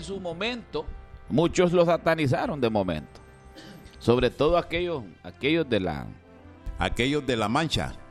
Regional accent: Honduras

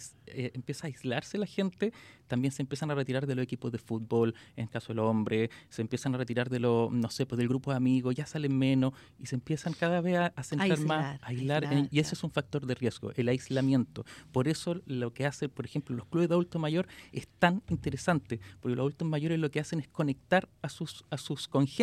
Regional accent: San Vicente de Tagua Tagua, O'Higgins, Chile; yo soy sanvicentano, estoy trabajando para mi pueblo, para mi gente.

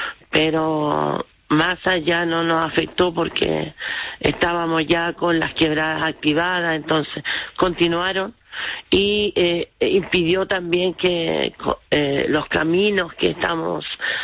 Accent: Quilitapia, Chile

